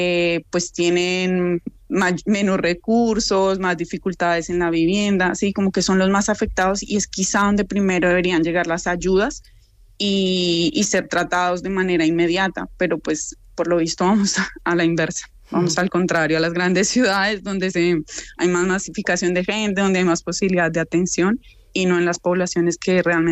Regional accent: Bogotá, Colombia; Yo, por ejemplo, pues soy de Bogotá

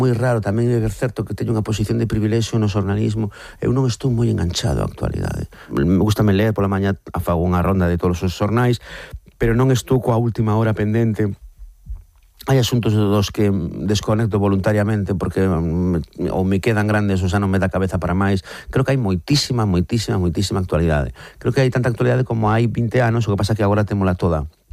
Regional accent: Sanxenxo, Galicia, Spain; son dun pobo, vivín anos nun pobo, pasa que o meu pobo en verán non é un pobo exactamente, San Senso, eso de pobo ten pobo.

